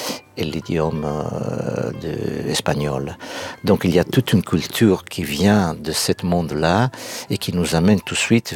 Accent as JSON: {"language": "French", "region": "Sardinia", "country": "Italy", "first_language": "Sardinian", "second_language": "French", "said": "nous, les Sardes, moi je parle parfaitement, ma langue maternelle c'était le Sarde"}